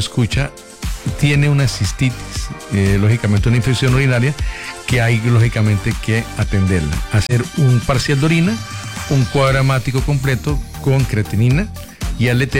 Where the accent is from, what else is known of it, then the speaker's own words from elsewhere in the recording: Cúcuta, Norte de Santander, Colombia; also born or lived in Bogotá; crecí, nací en un barrio muy común, que es el barrio San Miguel. Muy común, me crié en el barrio, en otro barrio, luego me fui para Bogotá, estudié, regresé a mi ciudad. Amo y adoro mi ciudad. Es la ciudad más linda que conozco, y yo conozco casi todo Colombia, pero yo no cambio mi Cúcuta por nada de este mundo.